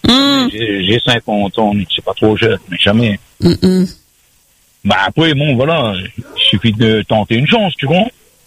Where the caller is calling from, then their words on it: Saint-Pierre, Réunion; Sur Saint-Pierre, j'habite sur Saint-Pierre.